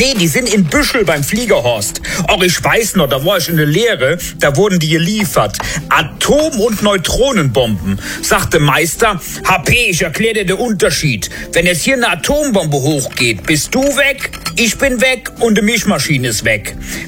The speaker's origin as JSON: {"language": "German", "region": "Rhineland-Palatinate", "country": "Germany", "said": "So was lernt man auf dem Eifeldorf. Wobei, bei uns in Rheinland-Pfalz sind ja Drohnenexperten."}